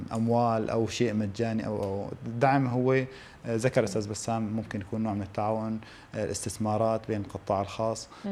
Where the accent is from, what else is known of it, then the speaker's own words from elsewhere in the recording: Syria; نحن كمجتمع سوري كمزارعين كفلاحين